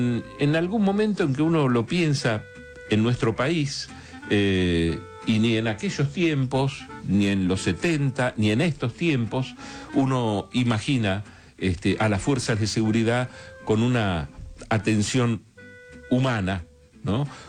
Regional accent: Argentina

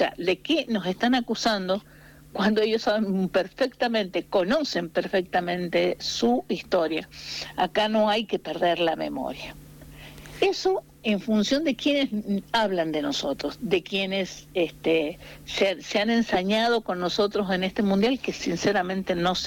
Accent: Argentina; vos sabes muy bien cómo somos los argentinos, campechanos

